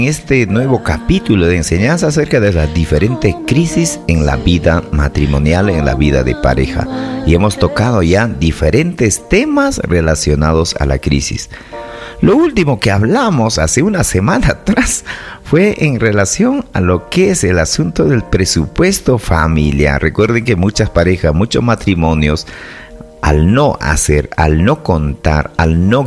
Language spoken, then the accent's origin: Spanish; Vinchos, Ayacucho, Peru; born there; now in Huanta, Peru; por Vinchos, que es mi tierra, donde yo nací